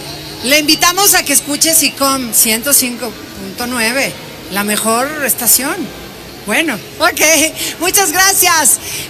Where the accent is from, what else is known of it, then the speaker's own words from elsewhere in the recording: Puebla, Mexico; Así somos los poblanos.